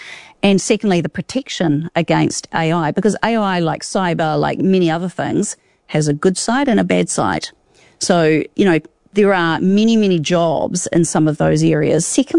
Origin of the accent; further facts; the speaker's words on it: New Zealand; born there; the human connection that we grew up with in New Zealand many years ago